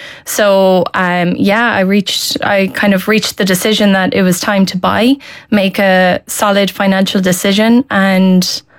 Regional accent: Cork, Munster, Ireland; now in Dublin, Ireland; I'm originally from Cork.

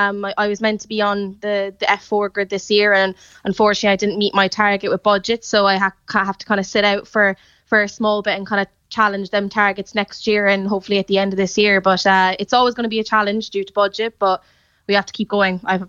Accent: Cork, Munster, Ireland; moved away as an adult; now in United Kingdom; I'm originally from Cork.

